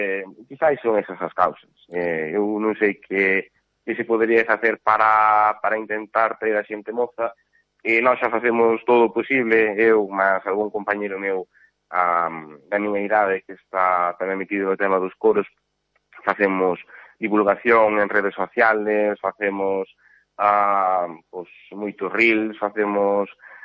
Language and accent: Galician; Carballo, Galicia, Spain; además eu son daqui de... Pues son de Carballo, y por eso además me hace muchísima ilusión dirigir